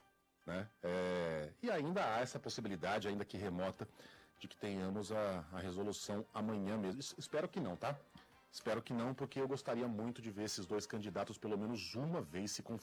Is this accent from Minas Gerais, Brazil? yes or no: yes; Minas Gerais, Brazil; tem um pouquinho de São Paulo no sul de Minas, de onde eu vim. Sabe que a nossa capital lá é Campinas, né?